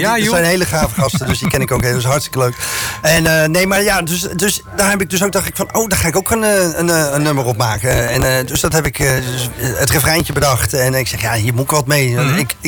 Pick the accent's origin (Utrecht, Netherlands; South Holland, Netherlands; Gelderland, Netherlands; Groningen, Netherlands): South Holland, Netherlands; Rotterdam; born there; accent: Rotterdam; now in Moordrecht, Netherlands; Nee, ik ben wel een Rotterdammer. Ik ben geboren in Rotterdam. En woon nu in een gezellige kleine plaatsje. Moordrecht.